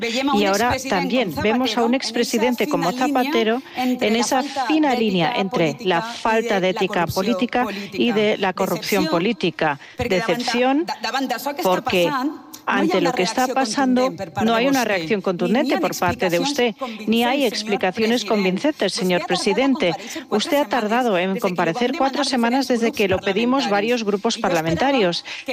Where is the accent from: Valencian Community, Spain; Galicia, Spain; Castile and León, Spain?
Valencian Community, Spain; Y soy valenciana también y tengo clarísimo que el Partido Popular es la pura imagen de la hipocresía.